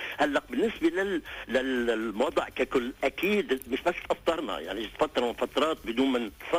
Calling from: Lebanon

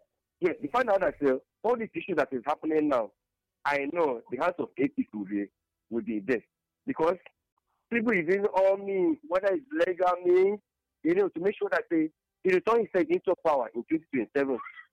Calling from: Nigeria; I'm calling from Olo. In the Zagokogo main state of Telugu State.

